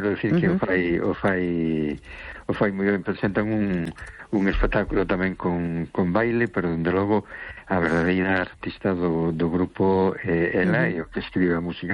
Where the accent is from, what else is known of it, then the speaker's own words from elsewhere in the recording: A Coruña, Galicia, Spain; Hola, buenas noches … de Coruña.